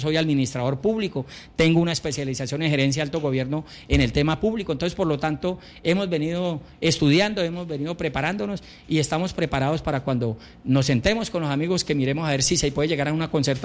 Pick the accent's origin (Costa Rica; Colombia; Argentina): Colombia; Villavicencio, Meta